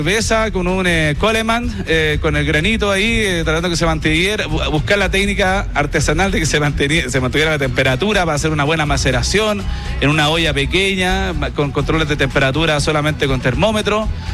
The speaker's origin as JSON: {"language": "Spanish", "town": "San Esteban", "region": "Valparaíso", "country": "Chile", "said": "nosotros somos de Campo de Humá, sector bajo de la comuna de San Esteban. De ahí es mi familia, gente de trabajo, de la tierra, ¿no?"}